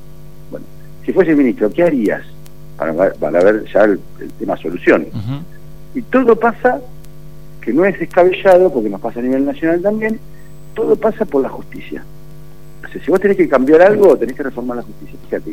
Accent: Argentina

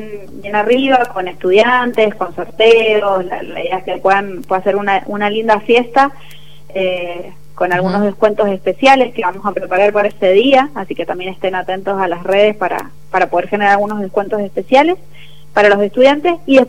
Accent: Palmira, Mendoza, Argentina; Soy palmirense.

